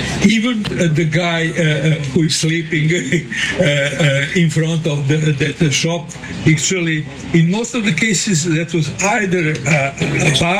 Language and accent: English; Zemun, Belgrade, Serbia; English is a second language; I was born in Belgrade, but I grew up in Zemun, who is perfect embodiment of the provincial town, quite with the Austro-Hungarian atmosphere, which was totally different than that in Belgrade, who was just across the river.